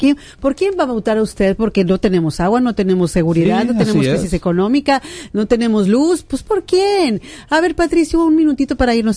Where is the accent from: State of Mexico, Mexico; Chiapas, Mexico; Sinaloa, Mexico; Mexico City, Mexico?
Sinaloa, Mexico; Culiacán; todo este sentimiento que traemos los culichis y los sinaloenses